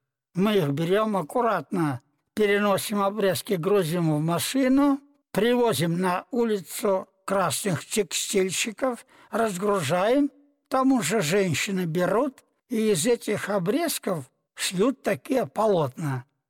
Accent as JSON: {"language": "Russian", "region": "Siberia", "country": "Russia", "said": "Я сам сибиряк, танкист."}